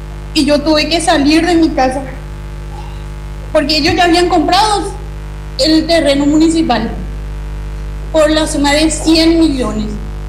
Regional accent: Paraguay; como ciudadana paraguaya, pequeña, yo soy nacida y crecida en ese lugar

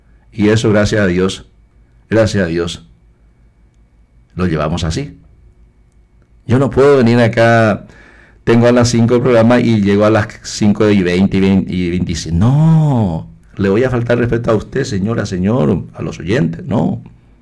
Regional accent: Paraguay; Yo, como paraguayo, quiero que mi país sea diferente.

